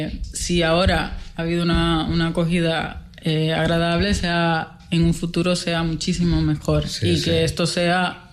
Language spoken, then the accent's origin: Spanish; Dominican Republic; Le dije yo de muy lejos. Yo vengo de República Dominicana.